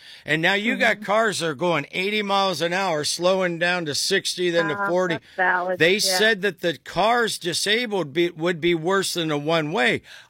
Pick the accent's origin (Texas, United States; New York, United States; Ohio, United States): Ohio, United States; Tuscarawas County; born there; When I was born in Tuscarawas County